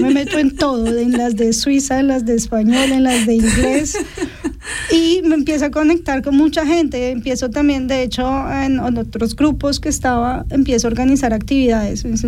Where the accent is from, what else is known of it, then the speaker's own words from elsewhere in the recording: Colombia; now in Switzerland; soy colombiana